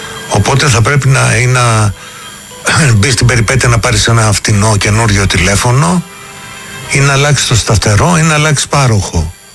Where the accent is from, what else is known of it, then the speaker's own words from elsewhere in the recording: Chania, Crete, Greece; εγώ είμαι από τα Χανιά.